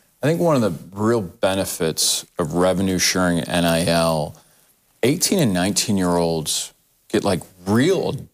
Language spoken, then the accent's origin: English; Milwaukee, Wisconsin, United States; moved away as an adult; now in Toledo, United States; growing up in Milwaukee, going to the University of Iowa